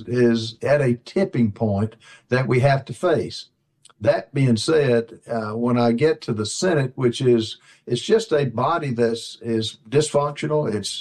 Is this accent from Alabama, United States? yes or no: no; Rock Hill, South Carolina, United States; I'm from Rock Hill, South Carolina.